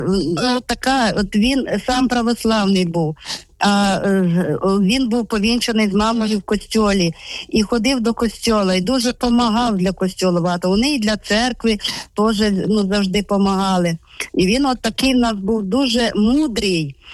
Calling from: Vinnytsia, Vinnytsia Oblast, Ukraine; Я з Вінниці, з костьола Матері Божої Ангельської.

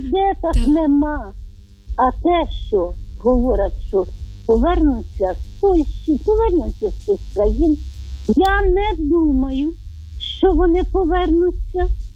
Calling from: Vinnytsia Oblast, Ukraine; я з Вінниччини.

